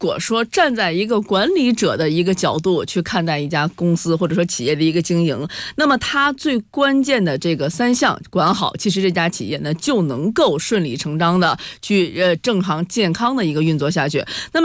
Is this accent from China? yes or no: yes; China